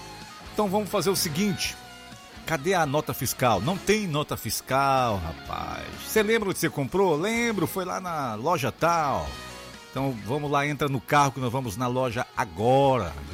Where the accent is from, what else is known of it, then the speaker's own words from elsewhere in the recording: Alenquer, Pará, Brazil; cumprimentando todos os nossos novos e velhos amigos da minha querida terrinha Alenquer